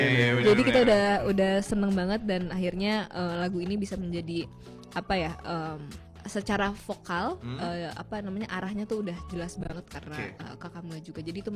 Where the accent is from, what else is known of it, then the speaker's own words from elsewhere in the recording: Palembang, South Sumatra, Indonesia; Aku orang Palembang, Sumatera juga sih.